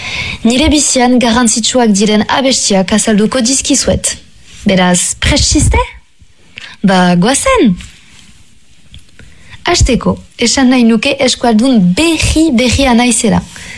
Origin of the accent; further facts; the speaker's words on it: Ustaritz, Nouvelle-Aquitaine, France; naiz, ipare euskal erriko artista. Ustaritzekoa naiz, eta hogeita sortzi urte ditut.